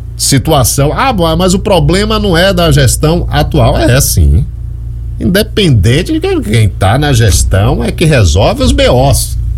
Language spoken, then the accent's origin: Portuguese; Feira de Santana, Bahia, Brazil; now in Serra do Ramalho, Brazil; Feira de Santana, minha cidade natal, que tem quase 700 mil habitantes.